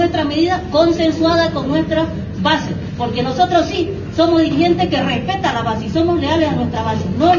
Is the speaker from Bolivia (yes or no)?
yes; Bolivia; merecemos respeto como mujeres, como bolivianos y bolivianas, como indígenas y campesinos.